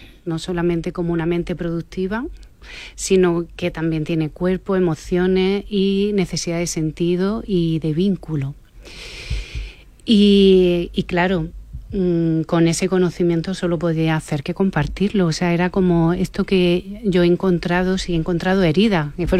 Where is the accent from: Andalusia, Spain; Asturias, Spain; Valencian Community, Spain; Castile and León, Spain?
Andalusia, Spain; Almería; vengo de Almería, de un pueblo pequeño.